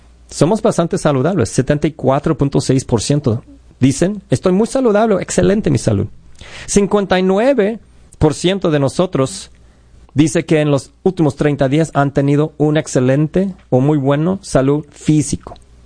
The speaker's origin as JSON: {"language": "Spanish", "region": "Idaho", "country": "United States", "tie": "born or raised there", "said": "Sí, porque yo nací en Idaho. Yo me crecí en Idaho. Yo sé ese estado muy bien. Tengo familia allá."}